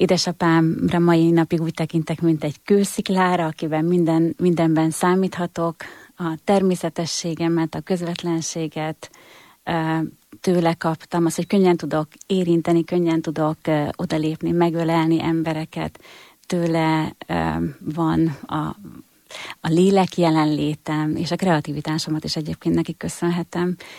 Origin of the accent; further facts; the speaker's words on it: Debrecen, Hajdú-Bihar, Hungary; born there; Debrecenben születtem, két testvérem van, ők ikrek, és egy nagyon-nagyon szerető családban tudtunk felnőni. A hitbe ugyan később, meg a vallásba is később nőttem, vagy növögetek bele a gyerekeimmel együtt